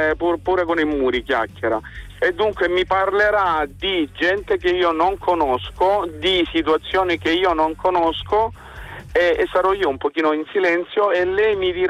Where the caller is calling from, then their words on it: Galatina, Apulia, Italy; Sono salentino, non so se si sente, ma sono salentino, di Galatina.